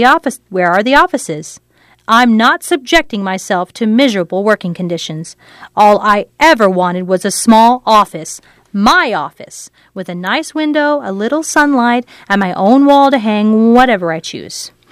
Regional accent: New York, United States; I'm a New Yorker, Andy. More so now than 3 months ago.

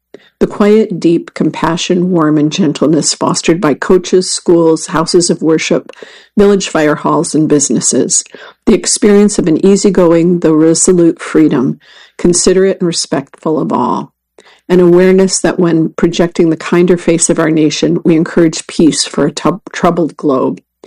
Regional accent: Owensboro, Kentucky, United States; born or raised there

